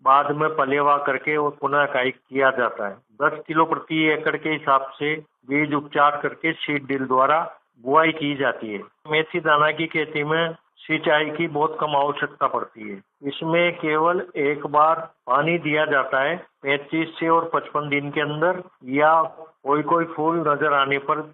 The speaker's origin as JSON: {"language": "Hindi", "town": "Gulkhedi", "region": "Rajasthan", "country": "India", "said": "गांव गुलकेड़ी, तहसील छिपावड़ो, जिला बारा का रहने वाला हूँ।"}